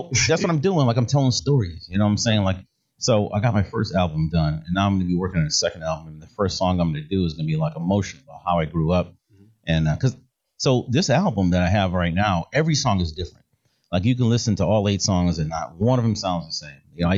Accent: New York, United States; growing up back then, growing up in New York, you know, different things that I experienced. And things that I'm experiencing now as an older man

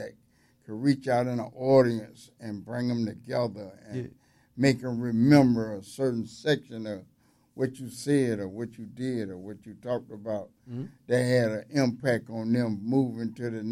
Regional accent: St. Cloud, Florida, United States; born there; I was born in St. Cloud.

